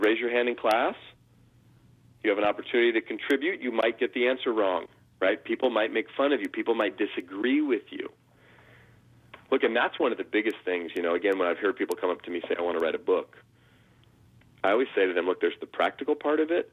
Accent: Oakland, California, United States; the house we grew up in Oakland.

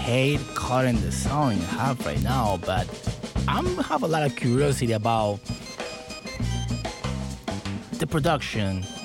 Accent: Cali, Valle del Cauca, Colombia; I'm from Cali, Colombia.

